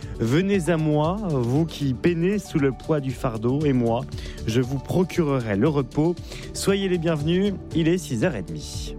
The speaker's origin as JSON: {"language": "French", "town": "Brest", "region": "Brittany", "country": "France", "tie": "born or raised there", "said": "J'ai grandi à Brest, quand le mercure a dépassé les 24-25, on appelait ça canicule."}